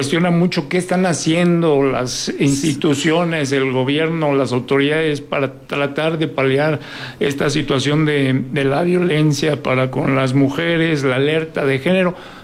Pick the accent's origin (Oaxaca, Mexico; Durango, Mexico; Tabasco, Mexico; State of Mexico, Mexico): Durango, Mexico; somos todos los duranguenses.